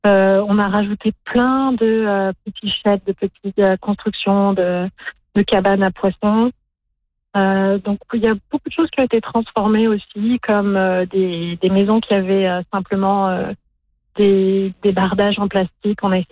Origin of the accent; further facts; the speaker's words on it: France; now in Newfoundland, Canada; Moi, en tant que Française installée à Terre-Neuve